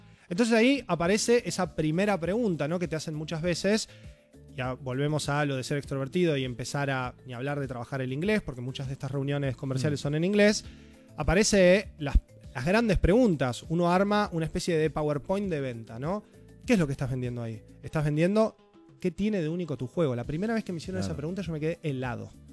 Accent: Argentina; ¿de dónde son ustedes? De Argentina.

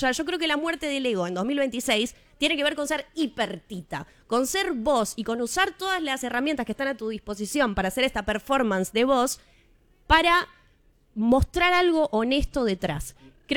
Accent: Buenos Aires, Argentina; porque somos arrabaleros.

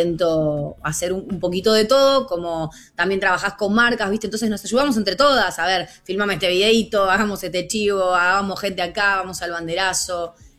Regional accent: Argentina; no piensan que soy argentina

